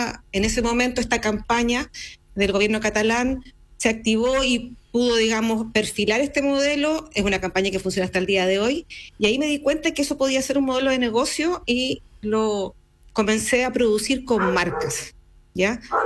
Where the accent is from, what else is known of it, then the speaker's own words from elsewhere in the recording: Concepción, Biobío, Chile; moved away as an adult; also born or lived in Barcelona; yo soy penquista, me fui a estudiar a Barcelona ilustración